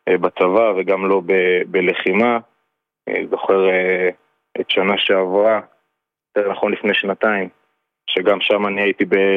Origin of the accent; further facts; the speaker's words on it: Ashdod, Southern District, Israel; ממשפחה רגילה לחלוטין, מאשדוד בארץ.